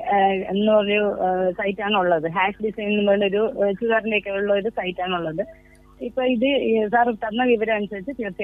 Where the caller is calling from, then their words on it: Aryanad, Kerala, India; ഞാൻ തിരുവനന്തപുരം ആര്യനാട് നിന്നാണ്